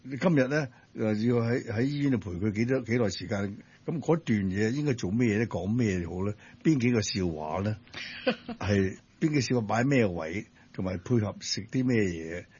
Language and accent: Cantonese; China; 好多啲迷信我哋中国人，to me is ridiculous